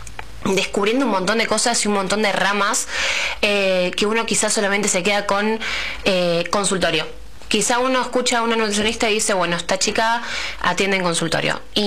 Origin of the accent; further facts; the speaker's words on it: Quilmes, Buenos Aires Province, Argentina; Yo soy de Quilmes, nací en Quilmes, estudié en Quilmes.